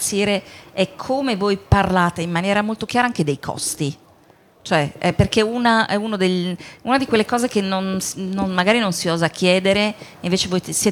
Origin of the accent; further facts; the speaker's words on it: Lombardy, Italy; Brianzola